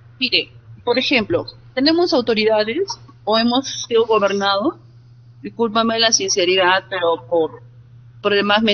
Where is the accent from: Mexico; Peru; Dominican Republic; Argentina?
Peru; Huánuco; como peruana, como huanuqueña, como regidora, conozco el problema de mi ciudad.